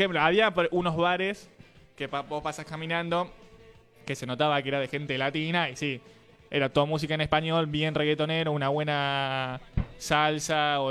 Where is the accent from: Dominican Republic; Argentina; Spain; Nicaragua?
Argentina